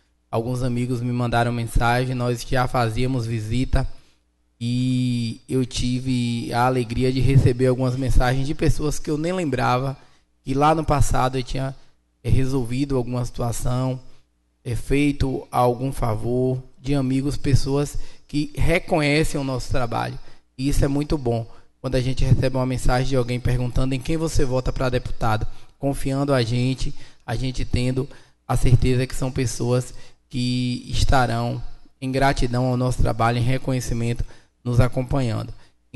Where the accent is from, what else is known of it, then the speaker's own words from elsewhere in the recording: Northeast Region, Brazil; Voto porque sou nordestino, inclusive hoje é dia do nordestino.